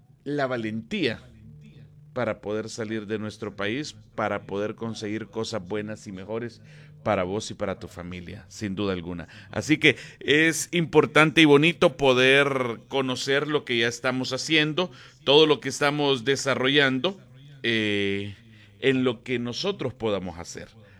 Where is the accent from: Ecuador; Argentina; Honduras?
Honduras